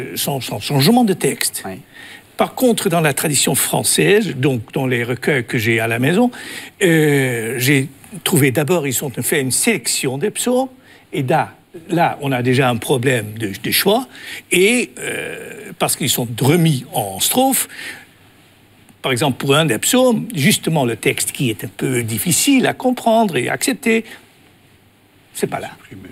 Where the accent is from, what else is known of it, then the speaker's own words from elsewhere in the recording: Netherlands; first language Dutch; French is a second language; je suis néerlandais.